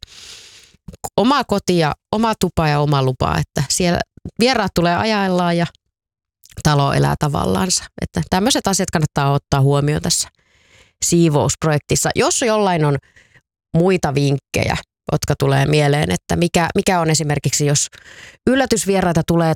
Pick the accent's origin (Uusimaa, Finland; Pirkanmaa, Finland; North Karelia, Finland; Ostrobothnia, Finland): Pirkanmaa, Finland; Tampere; Aikanaan kun lähdin aina kesäksi sitten jonnekin kesätoimittajaksi jonnekin pois kotikaupungistani Tampereelta